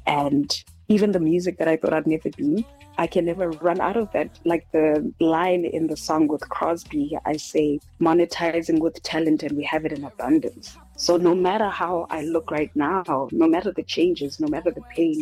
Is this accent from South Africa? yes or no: yes; South Africa; I'm also from South Africa, where I'm from.